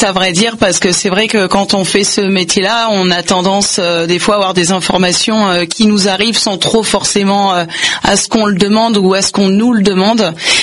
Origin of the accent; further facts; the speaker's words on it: Angers, Pays de la Loire, France; born there; je suis née sur Angers, et je pratique en fait la voyance en France